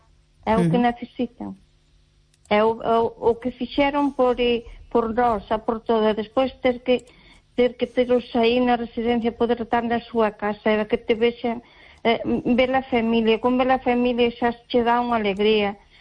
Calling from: Malpica, Galicia, Spain; De Malpica.

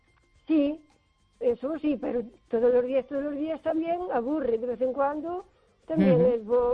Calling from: O Carballiño, Galicia, Spain; de Carballiño.

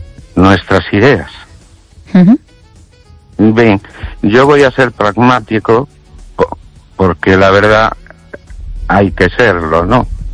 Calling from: Ourense, Galicia, Spain; Buenas noches, estéreo oyente … de Orense.

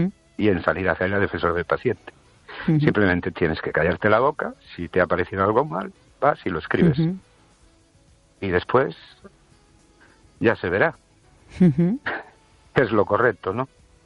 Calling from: Ourense, Galicia, Spain; de Orense. Buenas noches, querido.

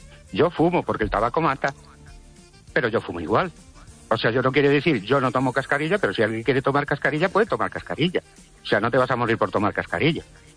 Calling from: Ourense, Galicia, Spain

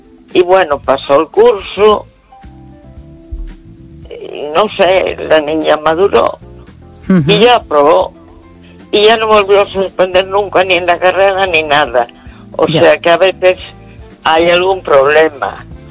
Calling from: A Coruña, Galicia, Spain; de La Coruña.

